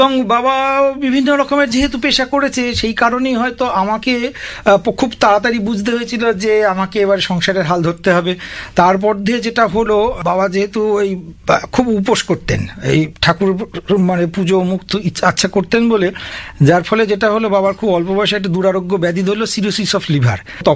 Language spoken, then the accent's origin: Bangla; Konnagar, West Bengal, India; এটা হচ্ছে পঞ্চায়েত এলাকা, সেই নবগ্রাম পঞ্চায়েত এলাকায় আমার জন্ম, আমার বেড়ে ওঠা, আমি আজ 50 বছর বয়স পর্যন্ত ওখানেই আছি এবং আমার ইচ্ছে আছে বাকি জীবনটা ওখানেই থাকার।